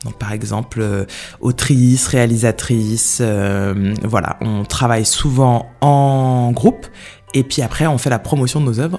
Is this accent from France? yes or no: yes; France; je suis une noire, mais je suis une noire de l'Hexagone. je suis pas une noire de Martinique.